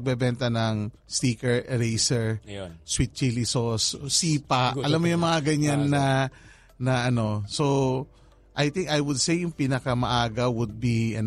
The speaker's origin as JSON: {"language": "Tagalog", "town": "Manila", "region": "Metro Manila", "country": "Philippines", "tie": "born or raised there", "said": "I think I grew up sa Divisoria."}